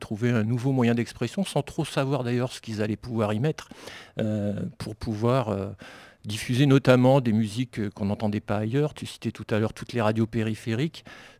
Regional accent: Sens, Bourgogne-Franche-Comté, France; Donc moi je viens de Sens, qui est une petite ville à une centaine de kilomètres de Paris.

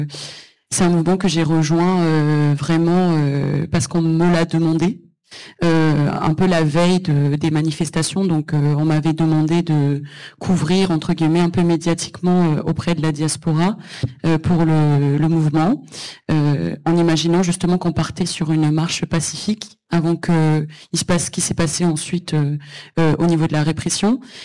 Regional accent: Madagascar; now in France; j'ai grandi à Madagascar et après j'ai migré ici en France.

